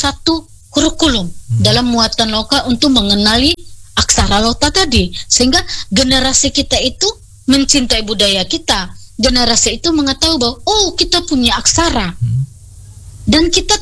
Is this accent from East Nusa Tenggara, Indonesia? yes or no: yes; Ende, East Nusa Tenggara, Indonesia; kita orang Ende itu kita sudah daerah otonom toh